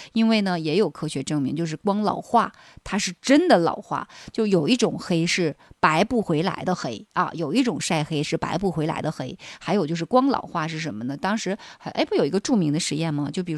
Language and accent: Chinese; Heilongjiang, China; moved away as an adult; now in Panjin, China; 我一个外地人，就你看我是黑龙江人，我在盘锦生活这十几年的时间中，我感觉我已经不知不觉变成了一个盘锦通，我甚至比很多盘锦人还盘锦人。